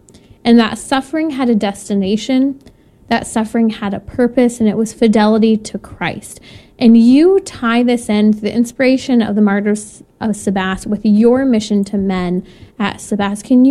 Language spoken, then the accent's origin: English; California, United States; I'm from California.